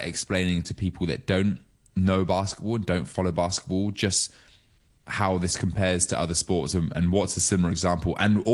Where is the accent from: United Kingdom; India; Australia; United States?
United Kingdom; England; Now, I'm not French. I'm English.